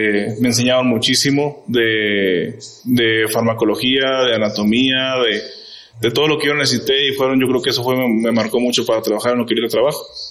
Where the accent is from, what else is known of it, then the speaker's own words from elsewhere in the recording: Mexico; todos somos mexicanos.